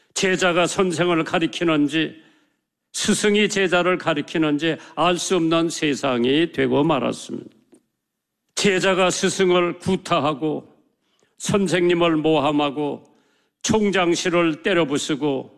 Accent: South Korea; also born or lived in United States

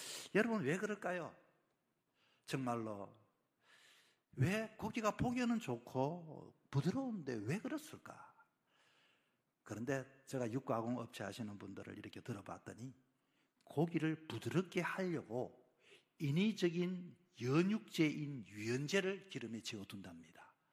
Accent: South Korea; 우리는 대한민국 사람이지만

